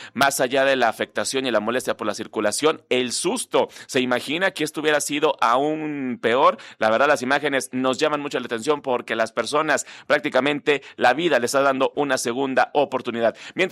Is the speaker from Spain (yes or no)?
no; Mexico; así somos los mexicanos